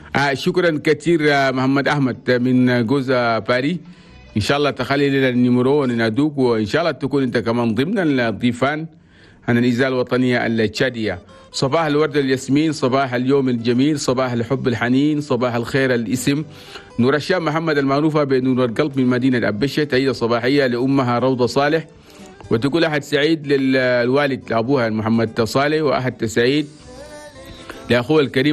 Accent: Chad; سلام لك انت وكل الكلان دومان في العاصمة جمينا وفي بلدنا تشاد.

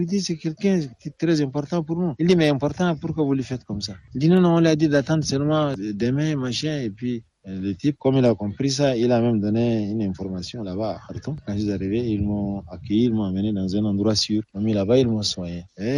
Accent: Chad; je suis un sudiste du Tchad. Je suis le seul ici.

